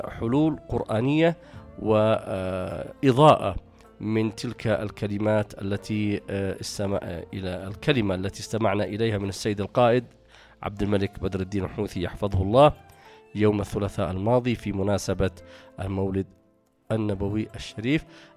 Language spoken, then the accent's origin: Arabic; Yemen; وشعبنا اليمني المبارك